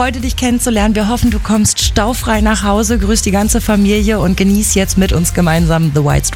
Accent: Laatzen, Lower Saxony, Germany; Ich komme ja aus Laatzen, da ist ja Saarstedt nicht weit.

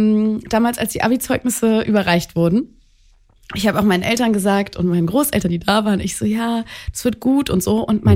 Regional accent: Berlin, Germany; CHB, Charlottenburg.

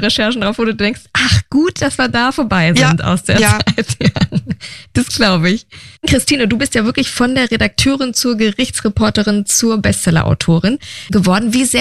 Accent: Nuremberg, Bavaria, Germany; born there; now in Berlin, Germany; Nürnberg mein Geburtsort übrigens, Berlin mein aktueller Wohnort.

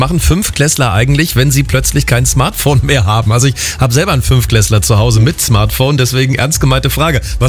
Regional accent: Germany; Dorffest in meiner Heimat in Neuwambüchen.

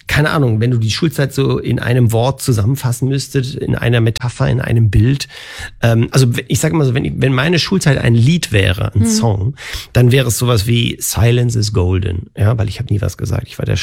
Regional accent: Berlin, Germany; Also ich bin groß geworden am Theodor-Heuss-Platz.

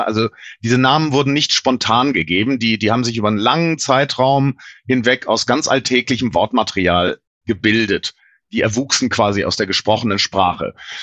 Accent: Würzburg, Bavaria, Germany; born there; Meine Geburtsstadt Würzburg zum Beispiel, das ist so ein Fall.

